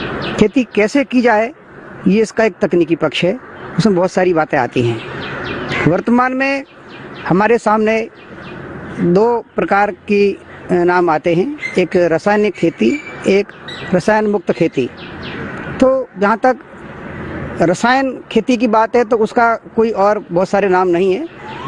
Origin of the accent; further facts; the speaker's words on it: Uttar Pradesh, India; अलीगढ़ जिले के एक गांव में मैं पैदा हुआ और वहीं मैं पला बढ़ा। उसके बाद भारत के बहुत सारे शहरों में कई प्रकार के काम करने का मौका मिला।